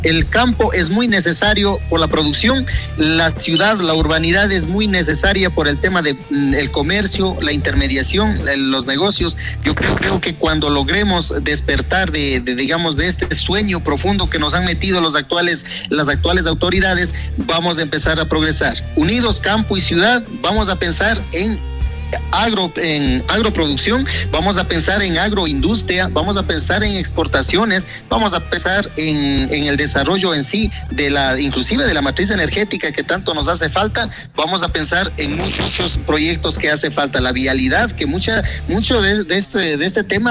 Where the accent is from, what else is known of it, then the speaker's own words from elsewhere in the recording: Tungurahua, Ecuador; muchas personas me han dicho que no me parezco indígena, pero pues vivo acá, mi papá vive aquí, mi mamá vive aquí, nací aquí, entonces no sé qué más hacer para poder demostrar que nací aquí en Río Colorado.